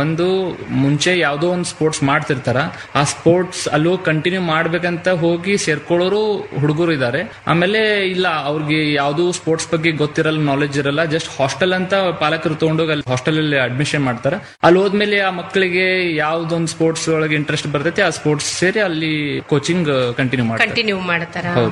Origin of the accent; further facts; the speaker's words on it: Shiggaon, Karnataka, India; Shiggaon, Haveri district Shiggaon ನಂದು.